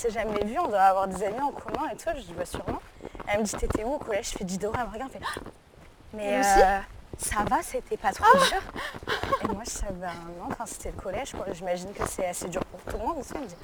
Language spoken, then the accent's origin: French; Alès, Occitanie, France; moved away; also born or lived in Montpellier; on vient de la même ville